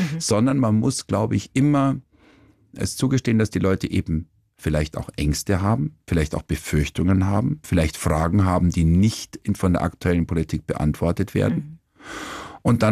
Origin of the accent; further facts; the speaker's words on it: Kaufbeuren, Bavaria, Germany; bin 66 geboren, und ich hatte natürlich dann schon auch eben damals Schweizer Fernsehen bei uns im Allgäu in Kaufbeuren und österreichisch.